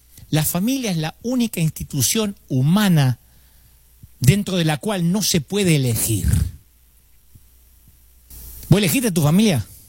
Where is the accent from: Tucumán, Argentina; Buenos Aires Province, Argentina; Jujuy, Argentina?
Buenos Aires Province, Argentina; Billinghurst; born there; Nací en Billinghurst.